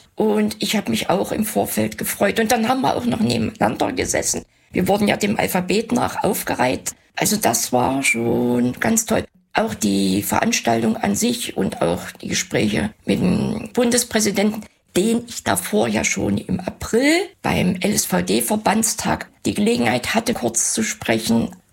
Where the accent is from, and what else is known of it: Saxony-Anhalt, Germany; born or raised there